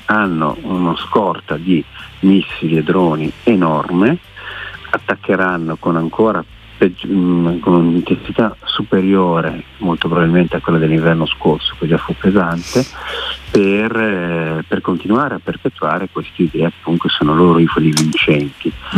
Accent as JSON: {"language": "Italian", "town": "Milan", "region": "Lombardy", "country": "Italy", "said": "Da milanese mi fa migliare questa parola."}